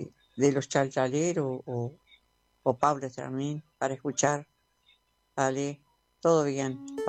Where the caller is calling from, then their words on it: Vergara, Treinta y Tres, Uruguay; Se nos vino el temporal acá en Vergara